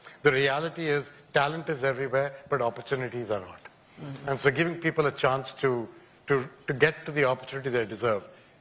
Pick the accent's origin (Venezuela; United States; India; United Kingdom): India; moved away; growing up in India